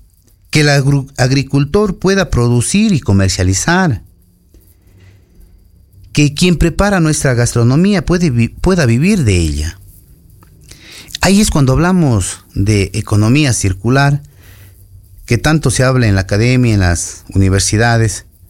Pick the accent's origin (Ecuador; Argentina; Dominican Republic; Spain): Ecuador; Cañar; nosotros que somos de aquí